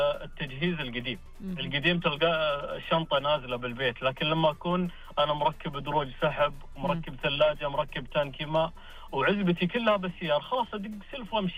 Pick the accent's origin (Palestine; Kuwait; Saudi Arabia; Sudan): Saudi Arabia; Tabuk, Tabuk Province; عندنا بتبوك احنا سنويا تجينا حاله ثلج مره مرتين